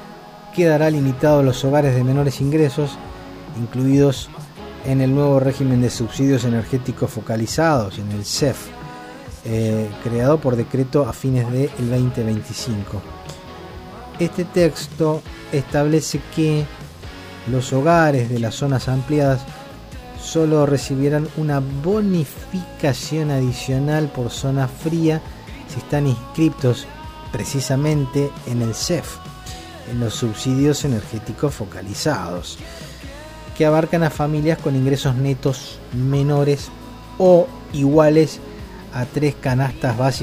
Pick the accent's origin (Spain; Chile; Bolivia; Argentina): Argentina; vivimos en este país, somos argentinos.